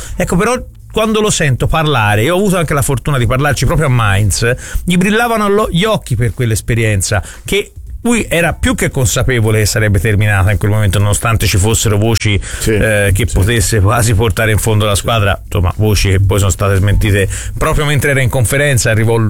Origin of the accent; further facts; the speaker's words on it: Florence, Tuscany, Italy; noi ci si nasce, siamo innamorati di questi colori nascendoci